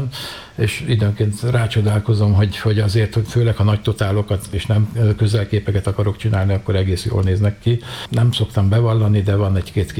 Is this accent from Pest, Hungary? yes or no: yes; Pilisszentkereszt, Pest, Hungary; born there; Az én gyökereim pedig a Pilisben vannak, tehát hogy a Piliszentkereszti születésű vagyok